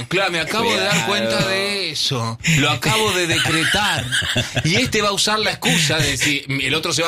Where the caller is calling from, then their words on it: Lezama, Buenos Aires Province, Argentina; Hola Mario, ¿cómo vas? … de Lezama. ¿Sabés que los otros días empezamos a hablar con mi marido de irnos a algún lugar? Nosotros somos de un pueblito y ya estamos jubilados.